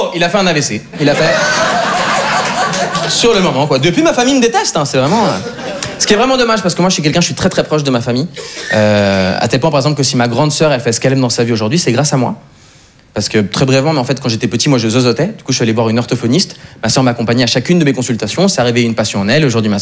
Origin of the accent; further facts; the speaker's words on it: Switzerland; en plus d'être suisse, je suis brésilien. Ouais, c'est bizarre, hein. J'ai une tête d'allemand, j'ai grandi en Suisse et j'ai de la famille en Amérique du Sud.